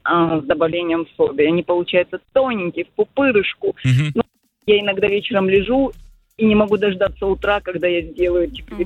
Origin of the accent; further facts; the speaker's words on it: Donbas, Ukraine; родом я с Донбасса